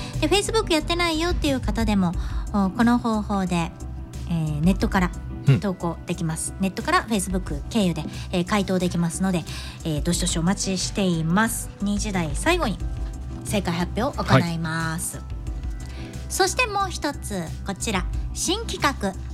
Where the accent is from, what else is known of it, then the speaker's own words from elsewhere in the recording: Hyogo, Japan; moved away; 私の出身地兵庫県の